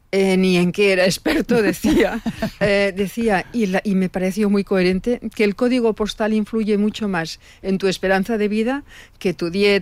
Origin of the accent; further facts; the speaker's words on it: Barcelona, Catalonia, Spain; now in Cornellà, Spain; yo vengo de Nou Barris.